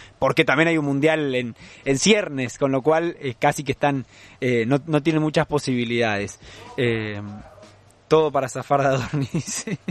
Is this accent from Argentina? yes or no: yes; Paraná, Entre Ríos, Argentina; born there; Yo puedo decir que nací en la misma ciudad que … no sé los del otro lado del charco. Lo discutirán. ¿Qué pasa, Iván? Sí, yo soy de origen vasco